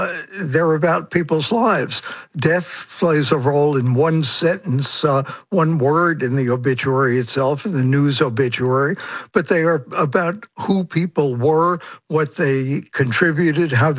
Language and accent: English; Brooklyn, New York, United States; I grew up in Brooklyn in a culture, family culture, where death was denied for the most part.